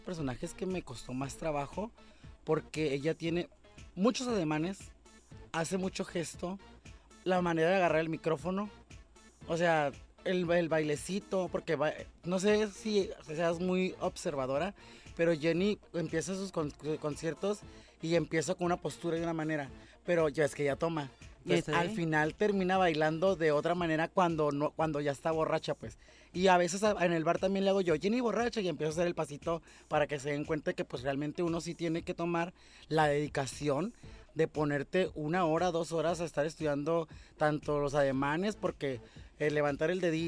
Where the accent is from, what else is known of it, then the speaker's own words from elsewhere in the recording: Sinaloa, Mexico; soy de Sinaloa, me gusta la banda